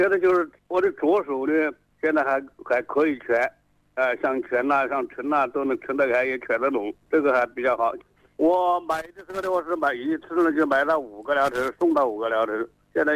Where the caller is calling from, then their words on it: Hubei, China; 我是中山柴湖镇大同村四组。